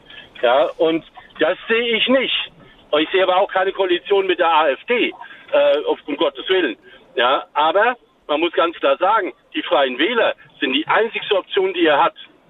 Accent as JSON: {"language": "German", "region": "Hesse", "country": "Germany", "said": "Und das sage ich als Hesse, das muss man mal zusagen."}